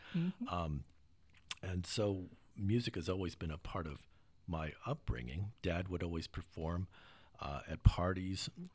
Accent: Houston, Texas, United States; born or raised there; also born or lived in San Antonio

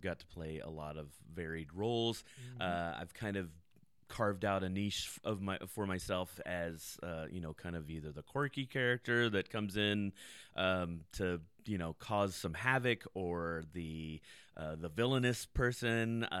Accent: Bryan, Texas, United States; So yes, I am from Bryan College Station. Well, I mean, yes, my family moved here when I was like 8.

